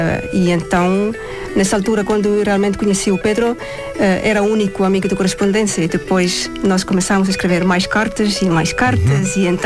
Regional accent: Estonia; Portuguese is a second language; now in Portugal

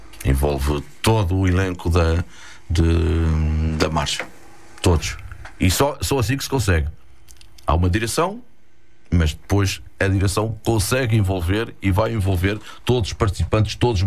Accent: Mafra, Lisbon, Portugal; como somos de Mafra

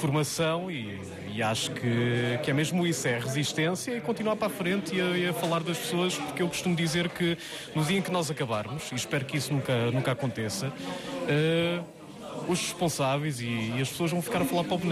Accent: Penamacor, Centro, Portugal; Eu sou de Penamacor e felizmente a Rádio Cova da Beira continua a existir também para continuar a dar essas notícias de Penamacor.

